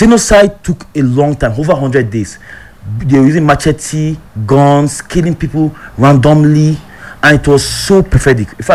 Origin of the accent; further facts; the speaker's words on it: Nigeria; do you know that we are more, united in diaspora than in Nigeria?